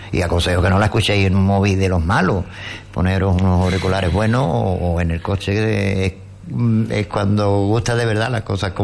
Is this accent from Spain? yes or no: yes; Lepe, Andalusia, Spain